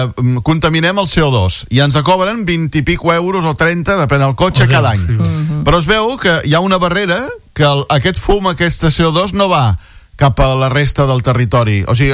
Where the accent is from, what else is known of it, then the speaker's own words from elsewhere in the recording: Catalonia, Spain; Som els catalans